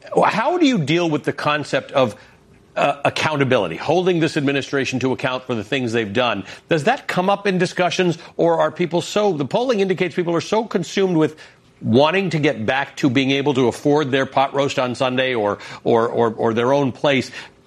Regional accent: Canada; I come from Canada where Kentucky bourbon was a very popular thing.

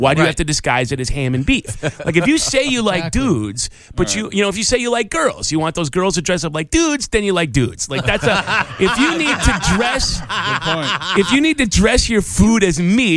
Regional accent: Chicago, Illinois, United States; now in Los Angeles, United States; Yeah, my hometown. You know, I think I love being from Chicago. It was great to do, like, a hometown thing because a lot of people just don't get us. Like, I live in L.A. now.

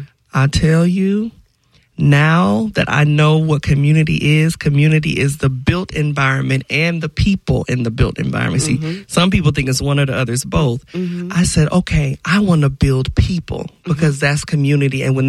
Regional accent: Orlando, Florida, United States; Well, I grew up in Pine Hills, Orlando. You know, graduated from Evans High School.

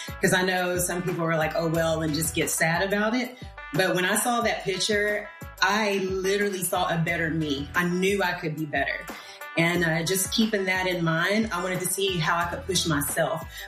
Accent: Abilene, Texas, United States; moved away as an adult; now in Fort Worth, United States; I grew up in Abilene, Texas.

